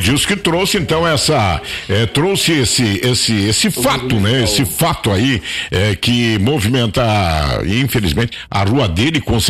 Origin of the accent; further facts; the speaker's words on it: Veranópolis, Rio Grande do Sul, Brazil; moved away; lá na minha cidade, lá em Veranópolis